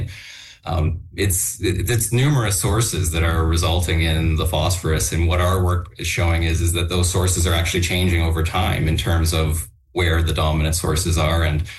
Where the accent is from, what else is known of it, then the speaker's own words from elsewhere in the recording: Ontario, Canada; I had the opportunity growing up in Southern Ontario to spend a lot of time around water